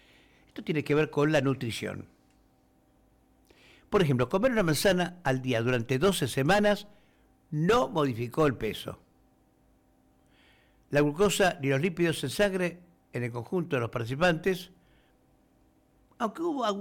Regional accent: Argentina; Qué generosos somos los argentinos.

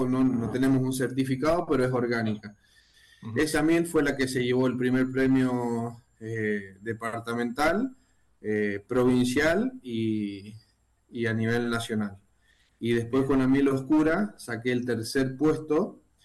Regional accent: Lavalle, Mendoza, Argentina; eso fue mi mayor satisfacción como lavallino, como mendocino, sí.

